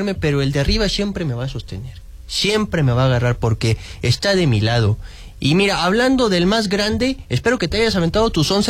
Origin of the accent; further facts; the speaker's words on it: Mexico; cómo somos los mexicanos